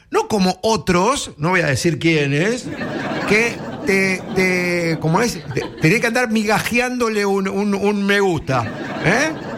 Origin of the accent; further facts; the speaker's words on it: Mar del Plata, Buenos Aires Province, Argentina; now in La Plata, Argentina; soy de Mar del Plata, pero vivo en La Plata.